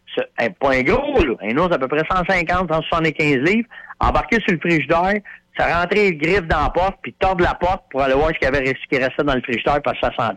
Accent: Canada; nous autres, on est des Canadiens, nous autres, on est fins

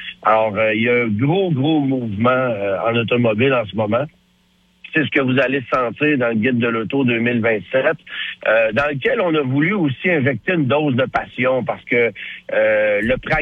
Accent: Canada

